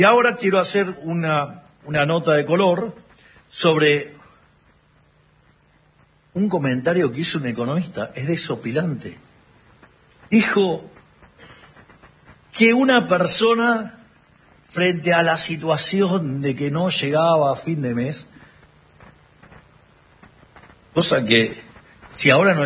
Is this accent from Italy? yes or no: no; Argentina; nosotros que somos tan argentinos